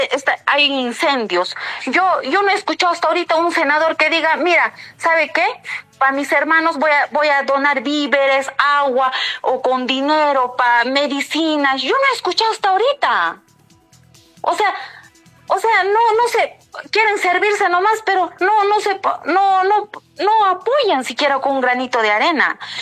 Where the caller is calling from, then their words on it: Cusco, Peru; yo soy cusqueña